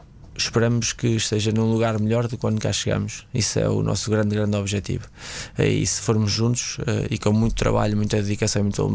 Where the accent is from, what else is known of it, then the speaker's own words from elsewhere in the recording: Norte, Portugal; Eu sou do Norte, aquele ambiente para mim é o nosso cada dia